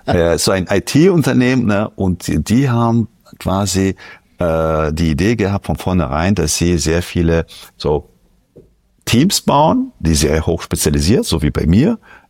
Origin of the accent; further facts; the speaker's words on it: France; German is a second language; moved away as an adult; now in Germany; ich komme aus Frankreich